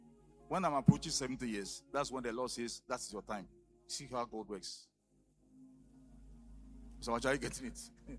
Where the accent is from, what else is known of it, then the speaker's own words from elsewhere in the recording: Etibi, Ghana; were bringing me from my hometown, Etibi, to Accra.